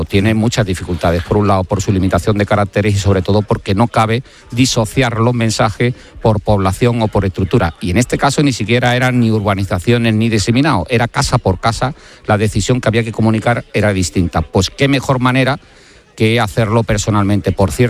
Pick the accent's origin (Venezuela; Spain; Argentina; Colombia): Spain; Cádiz, Andalusia; Si estuviera en mi tierra, en Cádiz, sería lo peor para el incendio.